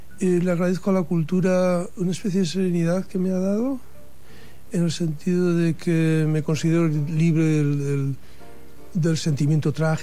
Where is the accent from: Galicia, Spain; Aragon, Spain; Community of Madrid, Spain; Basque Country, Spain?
Basque Country, Spain; born there; me gustaría seguir contando historias de gente de mi tierra natal